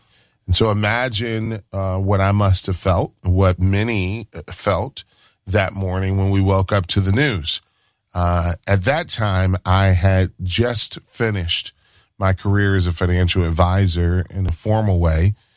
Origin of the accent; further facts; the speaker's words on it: Michigan, United States; My life was lived between Michigan, my home state, and New York.